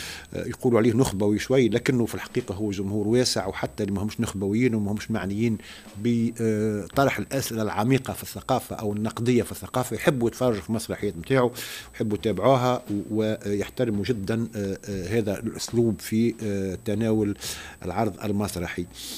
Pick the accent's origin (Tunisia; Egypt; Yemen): Tunisia; عندنا في تونس